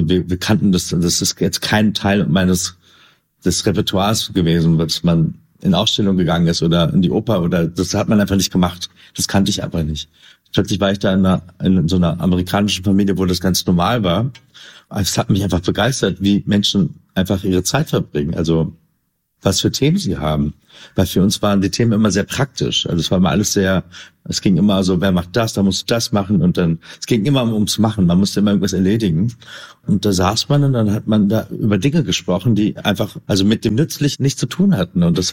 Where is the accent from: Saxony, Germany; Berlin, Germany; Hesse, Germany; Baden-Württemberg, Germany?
Berlin, Germany; Also ich bin in Kreuzberg groß geworden, war auf der Grundschule und habe eigentlich Theater gespielt.